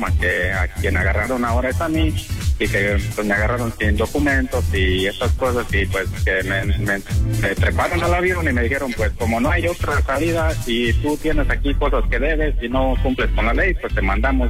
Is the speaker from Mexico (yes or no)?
yes; Guanajuato, Mexico; Yo soy de Guanajuato.